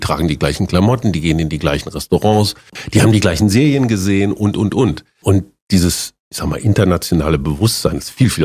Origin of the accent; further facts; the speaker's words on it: Münster, North Rhine-Westphalia, Germany; Die städtischen Bühnen in Münster, meiner Heimatstadt in Westfalen, lagen direkt gegenüber vom Verlagsgebäude der Münsterischen Zeitung.